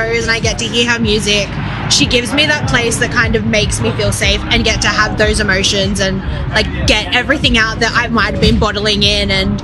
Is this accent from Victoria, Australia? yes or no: no; Sydney, New South Wales, Australia; No, I'm from Sydney. I'm just traveling for the tour.